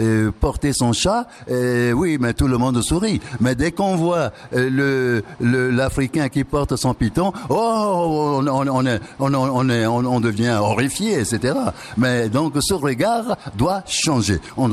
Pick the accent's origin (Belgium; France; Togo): Togo; moved away; j'ai quitté le Togo pays colonisé. Et quand je suis revenu 12 ans plus tard dans ce pays indépendant, je ne comprenais pas. On m'a dit que mon pays était indépendant